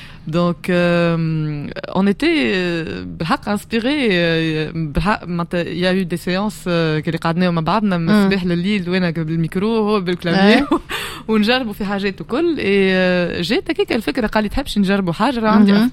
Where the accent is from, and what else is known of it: Tunisia